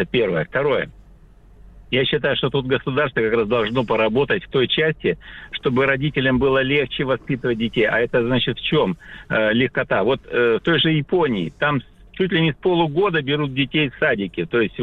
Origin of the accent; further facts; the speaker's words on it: Sakhalin Oblast, Russia; Я с Сахалина. Здравствуйте.